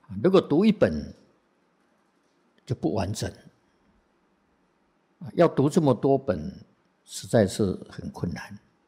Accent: China; 翻成中文啊，我们中国人读起来不顺口。

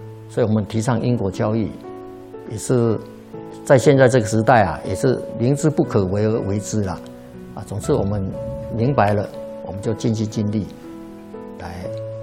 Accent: China; 所以现在我们中国人就是学西方的那种教学方式

